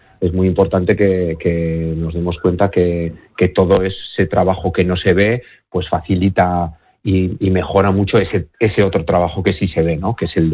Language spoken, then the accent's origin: Spanish; Navarre, Spain; una comunidad como Navarra, que somos pioneros en otro montón de cosas